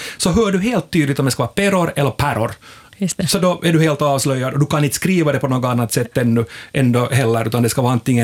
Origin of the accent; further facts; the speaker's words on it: Korsholm, Ostrobothnia, Finland; Jag är från Korsholm, ja.